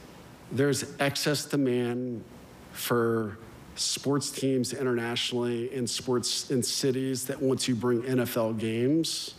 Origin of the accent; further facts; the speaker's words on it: Austin, Texas, United States; I grew up in Austin, so we had a view, Austin-San Antonio view, but that was different.